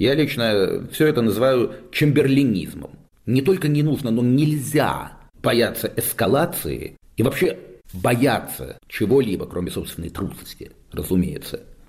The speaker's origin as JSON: {"language": "Russian", "country": "Russia", "said": "Помнишь встречу с крупнейшим французским магнатом, который, зная, что я из России, спросил меня"}